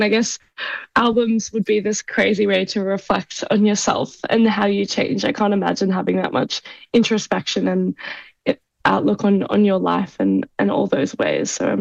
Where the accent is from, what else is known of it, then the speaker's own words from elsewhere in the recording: Australia; As an Australian